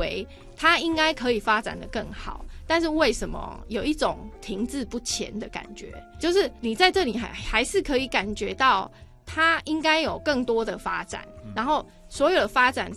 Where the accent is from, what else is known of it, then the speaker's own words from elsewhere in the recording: Chiayi, Chiayi City, Taiwan; 我其实是在嘉义长大，我是在地的嘉义人，然后大学也是念嘉义大学